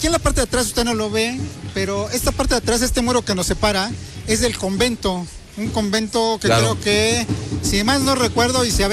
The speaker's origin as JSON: {"language": "Spanish", "region": "Puebla", "country": "Mexico"}